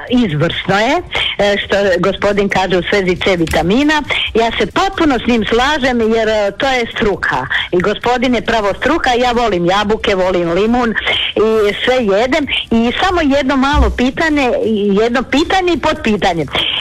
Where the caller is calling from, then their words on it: Slavonia, Croatia; Kod nas u Slavonije se to obično u svinjokolje.